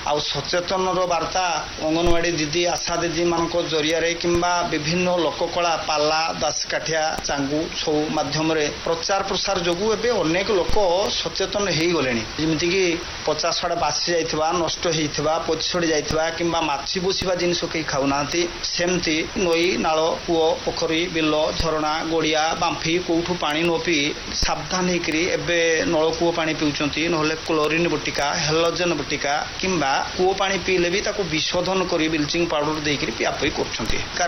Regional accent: Digaresia, Odisha, India; ଆମ ଗାଁ ହେଉଛି ଦିଗରେସିଆ, ଗ୍ରାମ ପଞ୍ଚାୟତ ଗୌଡ଼ନା ଏବଂ ବ୍ଲକ ହେଉଛି କୁଳିଅଣା।

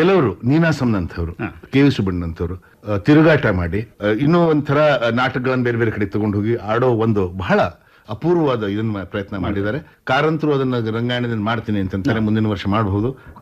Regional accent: Sirsi, Karnataka, India; born there; ನಾನು ಸಣ್ಣವಿರ್ತ ನನ್ನ ತಂದೆಯವರು ಶಿರಸಿಯಲ್ಲಿ ಡಾಕ್ಟರ್ ಆಗಿದ್ರು

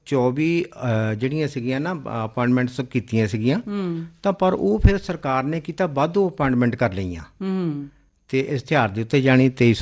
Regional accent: Muzaffarpur, Punjab, India; ਮੇਰਾ ਬਚਪਨ ਮੈਡਮ ਜੀ, ਸਾਡਾ ਪਿੰਡ ਇੱਕ ਛੋਟਾ ਜਿਹਾ ਪਿੰਡ ਆ ਮੁਜ਼ੱਫਰਪੁਰ।

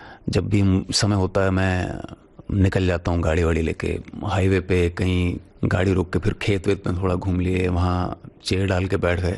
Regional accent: Delhi, India; मैं दिल्ली में पैदा हुआ, पला बड़ा वहीं पे।

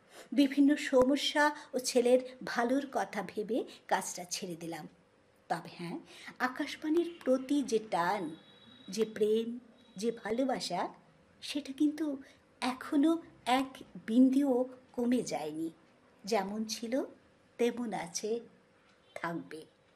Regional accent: Belonia, Tripura, India; আমার জন্ম আমার বেড়ে ওঠা বিলোনিয়াতে। স্কুল কলেজ অর্থাৎ শৈশব থেকে যৌবন সবটাই আমার বিলোনিয়াতে।

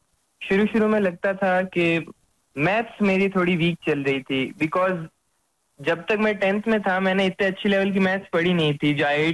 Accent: Jodhpur, Rajasthan, India; मैं जोधपुर का निवासी हूँ और मेरा मूल गाँव भोपालगढ़ के पास कुड़ी है।

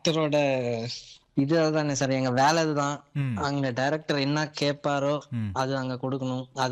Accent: Tirupati, Andhra Pradesh, India; நான் பிறந்து வளர்ந்ததெல்லாம் திருப்பதி சார். ஆனா பூர்வீகம் பாத்தீங்கன்னா நாங்க வந்து மகாபலிபுரத்துல இருந்தோம் சார்.

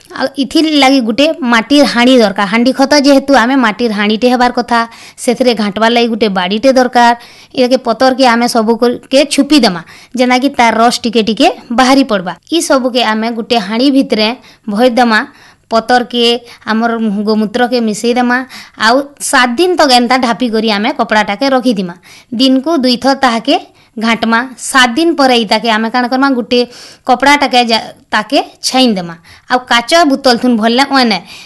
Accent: Thakurmal, Odisha, India; ମୋର ଗାଁ ଠାକୁରମାଲ, ମୁଁ ଘେନୁପାଲି ପଞ୍ଚାୟତ ଜୁଜୁମୁରା ବ୍ଲକର ଅଟେ।

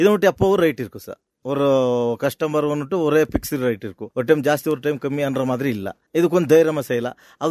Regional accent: Thummanatti, Tamil Nadu, India; சொந்த ஊர் தும்நாடுங்க சார்.

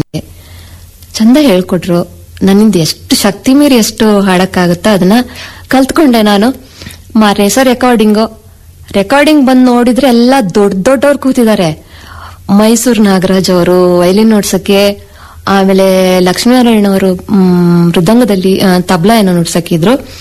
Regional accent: Kukke Subramanya, Karnataka, India; moved away; ನಾನು ಕುಕ್ಕೆ ಸುಬ್ರಹ್ಮಣ್ಯದವಳು.

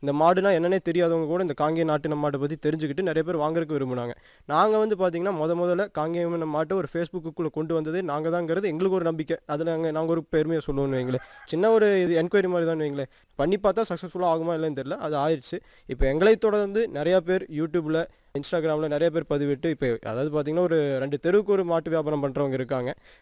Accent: Mulanur, Tamil Nadu, India; born there; குழந்தையிலிருந்தே எங்கள் சொந்த ஊர் மூலனூர். ஆனால் நான் வந்து இங்கே தாத்தா வீட்டில் தான் வளர்ந்தேன்.

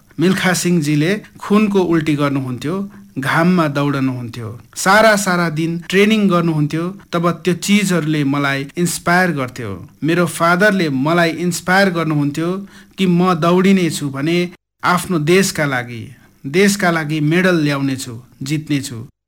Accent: India; हाम्रो इन्डियाको कल्चर हो

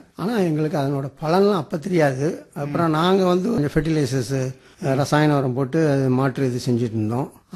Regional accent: Thanjavur, Tamil Nadu, India; நான் தஞ்சாவூர் சேர்ந்தவன்.

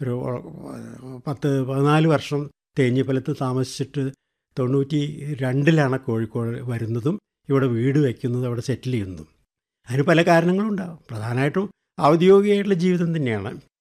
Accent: Pattambi, Kerala, India; born there; moved away as an adult; also born or lived in Thrissur / Thenhipalam; now in Kozhikode, India; ഞാൻ ജനിച്ചത് പട്ടാമ്പിക്കടുത്തുള്ള പെരുമുടിയൂർ എന്നുള്ള ഒരു കൊച്ചു ഗ്രാമത്തിലാണ്.

